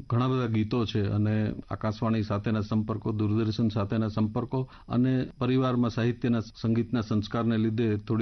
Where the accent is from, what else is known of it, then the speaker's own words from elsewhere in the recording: Bhavnagar, Gujarat, India; moved away as an adult; also born or lived in Morbi; 1985માં મારે ઘરથી દૂર, કારણ કે મારું વતન ભાવનગર અને ભાવનગરથી મારે મોરબી મુકામે બેંકમાં હાજર થવાનું થયું, તો એ સમયે સ્વાભાવિક છે કે 19 વર્ષની ઉંમર પહેલીવાર ઘર છોડ્યાનો પ્રસંગ હોય